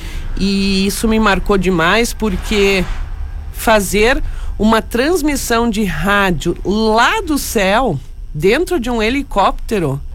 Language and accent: Portuguese; Salvador do Sul, Rio Grande do Sul, Brazil; born there; sobrevoando a minha terra, a terra onde eu nasci, sobrevoando Salvador do Sul